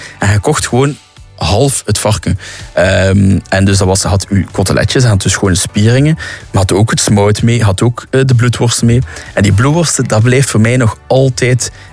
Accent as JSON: {"language": "Dutch", "town": "Lotenhulle", "region": "Flanders", "country": "Belgium", "tie": "born or raised there", "said": "Ik ben opgegroeid in Lotenulle. Dat is dichtbij Aalter. En wij woonden naast een varkensboerderij. Dus een bio-varkensboerderij."}